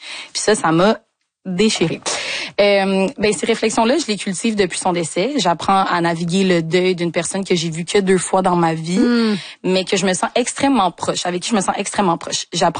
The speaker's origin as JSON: {"language": "French", "region": "Quebec", "country": "Canada", "tie": "born there", "said": "Moi, je suis née ici au Québec."}